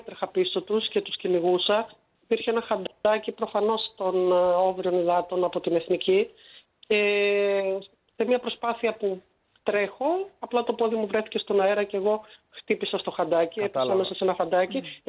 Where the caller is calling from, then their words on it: Patras, Western Greece, Greece; είμαστε περίπου 300.000 πατρινοί.